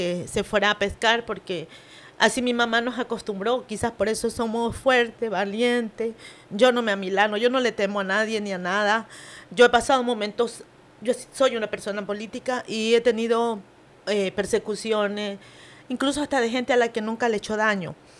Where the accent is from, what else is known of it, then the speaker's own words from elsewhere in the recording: San Lorenzo, Manabí, Ecuador; no solo de San Lorenzo, de la cual soy oriunda